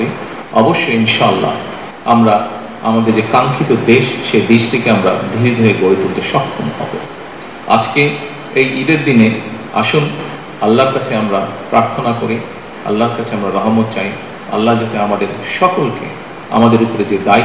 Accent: Bangladesh; ছোটবেলা থেকে এখানে বড় হয়েছি

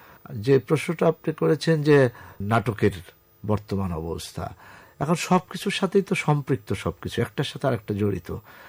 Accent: Dhaka, Dhaka Division, Bangladesh; also born or lived in Manikganj; আমি তো বেড়ে উঠেছি আসলে ঢাকায়, আমি আমার বয়স 3-4 বছর পর্যন্ত আমি গ্রামে ছিলাম। তারপরে আব্বার যখন কোয়ার্টার পেল ধানমন্ডিতে, ধানমন্ডি গভর্নমেন্ট বয়েজ হাই স্কুলে, আব্বা তো শিক্ষক ছিলেন ইংলিশের এবং হোস্টেল সুপারিনটেন্ট, তা আমরা 63 সালে ঢাকায় চলে এসেছি।

